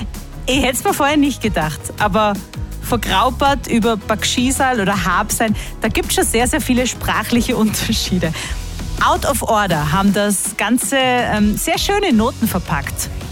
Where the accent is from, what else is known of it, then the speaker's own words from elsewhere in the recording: Burgenland, Austria; bin eine Burgenländerin und ich habe einen Wiener geheiratet.